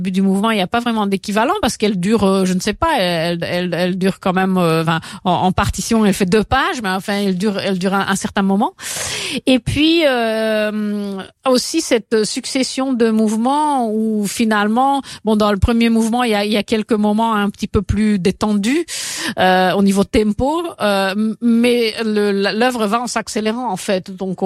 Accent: Romania; moved away; je suis née à 60 kilomètres de la Hongrie, et puis Bartók est né à 60 kilomètres de ma ville natale, et c'est une ville en Roumanie actuellement aussi.

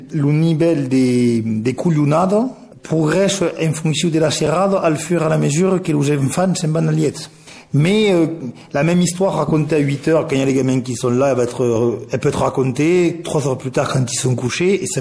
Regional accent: Decazeville, Occitanie, France; born there; Alors, je suis né dans l'Aveyron, à Decazeville.

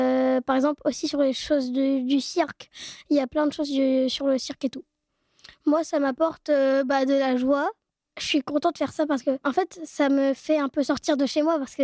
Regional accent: Caen, Normandy, France; j'ai 10 ans, j'habite le quartier de la Grâce de Dieu, je suis née à Caen

